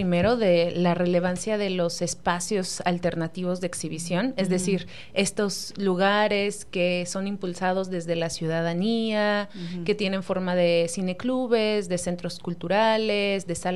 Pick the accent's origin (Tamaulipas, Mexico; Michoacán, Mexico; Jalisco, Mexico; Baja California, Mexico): Michoacán, Mexico; Morelia; Yo vengo de Morelia